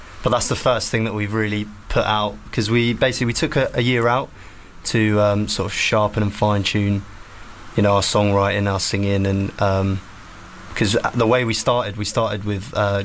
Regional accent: Milton Keynes, South East England, United Kingdom; We're from Milton Keynes.

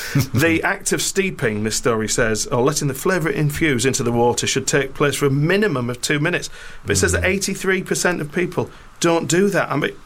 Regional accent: Yorkshire and the Humber, United Kingdom; born there; as a Yorkshireman, my dad was a Geordie, I was born in Yorkshire.

